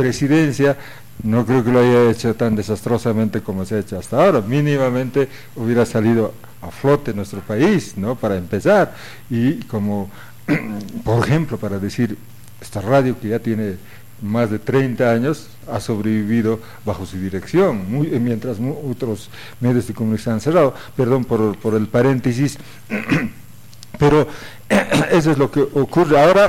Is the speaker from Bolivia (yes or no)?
yes; Bolivia